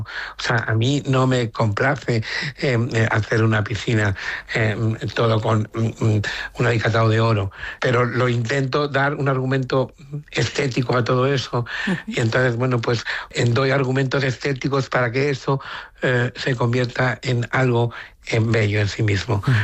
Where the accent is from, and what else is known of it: Spain